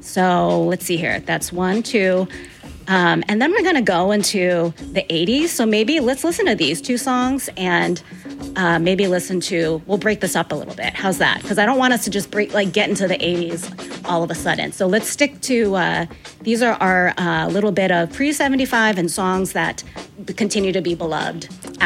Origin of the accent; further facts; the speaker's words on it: Olympia, Washington, United States; And he ended up in Olympia, Washington, which is my hometown.